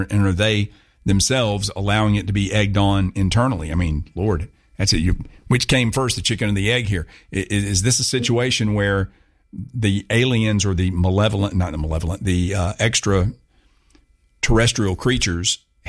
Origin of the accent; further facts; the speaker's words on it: United States; I'm an American.